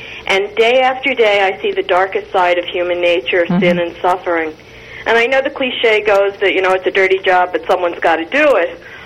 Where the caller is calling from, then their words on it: New Jersey, United States; I'm calling from New Jersey.